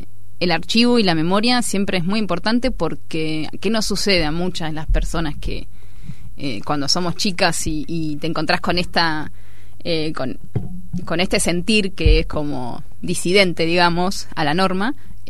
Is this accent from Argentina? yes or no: yes; Argentina; now in Barcelona, Spain; las tres participantes de la Torti más activas somos de Argentina, entonces también estamos en un territorio que estamos en España, nos movemos en Barcelona